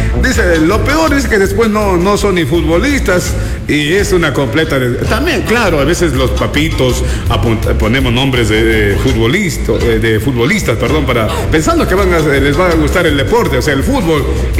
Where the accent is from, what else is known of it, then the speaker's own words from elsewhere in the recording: Ecuador; somos ecuatorianos